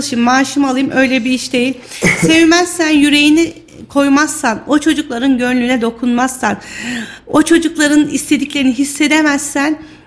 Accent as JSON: {"language": "Turkish", "region": "Kayseri", "country": "Turkey", "tie": "born there", "also_born_or_lived": "Ankara", "said": "1981 yılında Kayseri'de doğdum. Nevşehir Kozaklılıyım aslen."}